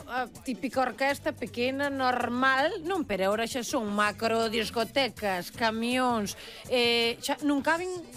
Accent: Ribeira, Galicia, Spain; porque por exemplo, mire, eu veño de Ribeira, Festas da Dorna

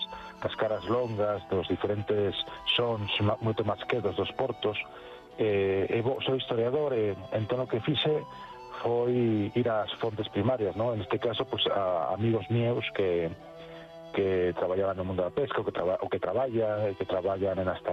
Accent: Castile and León, Spain; now in Vigo, Spain; Eu son zamorano, aunque levo moitos anos ya por Galicia

